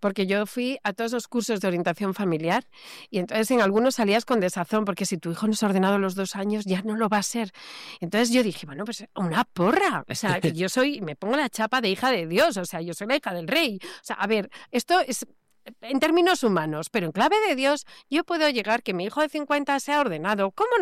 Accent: Spain

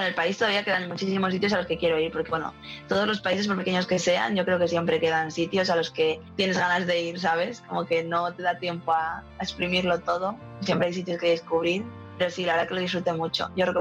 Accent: Castile and León, Spain; moved away; also born or lived in Madrid; yo vengo de un pueblo muy pequeñito, de Burgos, y bueno, siempre me sentí como que sí, que en mi pueblo, bueno, no me gustaba demasiado y que como que había más mundo, quería descubrirlo, ¿no? Entonces, cuando tuve la oportunidad, me fui a Madrid

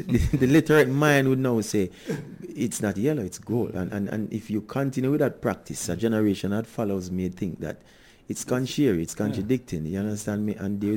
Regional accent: Saint Thomas Parish, Jamaica; Yeah, man, I am from St. Thomas

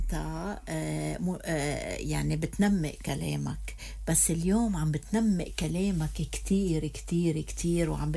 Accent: Syria

